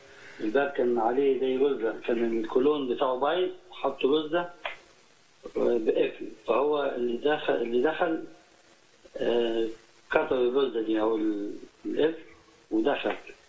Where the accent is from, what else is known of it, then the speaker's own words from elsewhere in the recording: Luxor, Luxor Governorate, Egypt; من الأقصر يا ابونا.